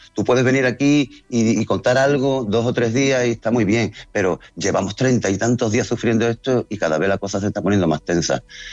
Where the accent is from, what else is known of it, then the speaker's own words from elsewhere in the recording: Ceuta, Spain; Sí, es impresionante para mí y para todo Ceuta